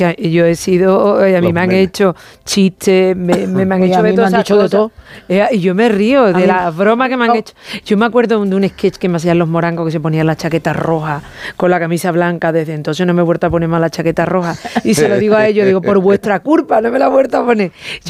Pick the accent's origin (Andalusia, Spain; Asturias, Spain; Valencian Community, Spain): Andalusia, Spain; Nosotras dos somos andaluces y venimos de una tierra con mucha guasa.